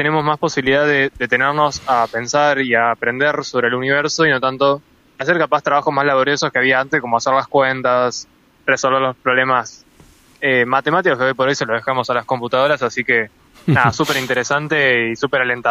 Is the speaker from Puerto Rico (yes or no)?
no; Concepción del Uruguay, Entre Ríos, Argentina; moved away as an adult; also born or lived in La Plata; Sí, yo soy de Concepción del Uruguay, viví toda mi vida acá